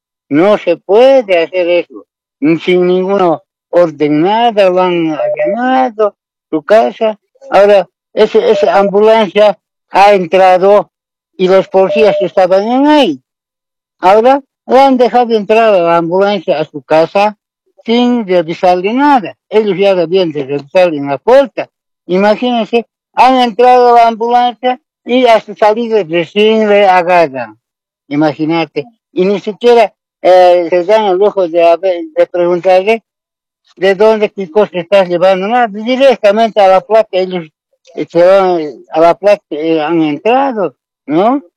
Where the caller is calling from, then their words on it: Punata, Cochabamba, Bolivia; yo hablo de aquí, del Valle Alto, de Punata.